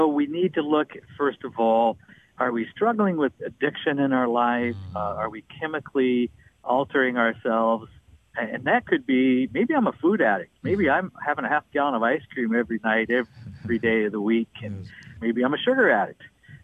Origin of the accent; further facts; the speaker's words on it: Seattle, Washington, United States; Now, I'm from Seattle. There's a lot of caffeine out here.